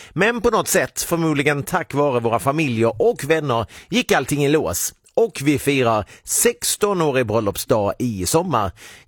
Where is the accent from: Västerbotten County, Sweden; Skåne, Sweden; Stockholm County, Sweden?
Skåne, Sweden; Jag säger ön, för jag är skåning.